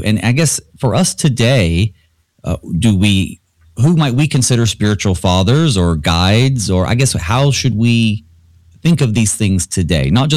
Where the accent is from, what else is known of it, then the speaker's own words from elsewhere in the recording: the South, United States; growing up in the South